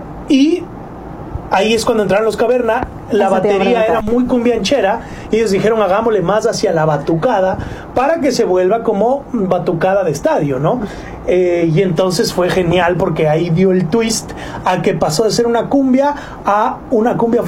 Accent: Ecuador; vengo desde la mitad del mundo a recibir este premio por Ecuador

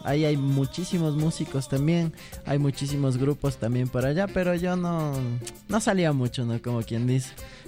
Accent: Atuntaqui, Imbabura, Ecuador; Pero no, nunca me imaginé como salir de mi barrio, sino yo soy de Imbabura

